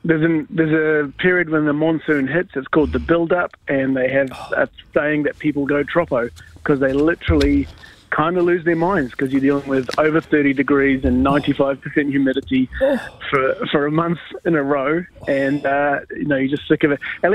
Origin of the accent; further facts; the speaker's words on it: Singapore; also born or lived in Darwin, Australia; now in New Zealand; Well, currently cold, but I grew up in Singapore and Darwin, and well and truly do not like humidity.